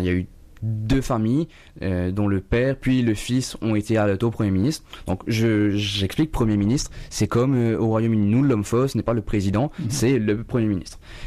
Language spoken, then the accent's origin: French; France; now in Mauritius; Déjà, en tant que Français, aller en Europe, c'est très facile parce qu'on peut voyager librement.